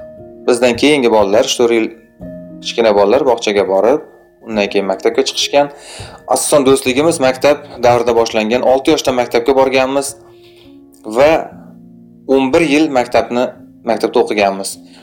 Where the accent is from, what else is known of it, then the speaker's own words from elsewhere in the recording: a village in Bekobod District, Tashkent Region, Uzbekistan; Yoshligimiz Toshkent viloyatining Bekobod tumani chekka bir qishloqlarida o'tgan. Yoshligimizda bizni qishlog'imizda afsuski bog'cha yo'q edi.